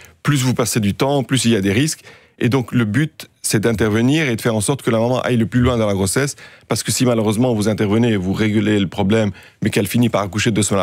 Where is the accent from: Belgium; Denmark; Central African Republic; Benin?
Belgium; Il y a tellement peu de cas que quand ça arrive chez nous en Belgique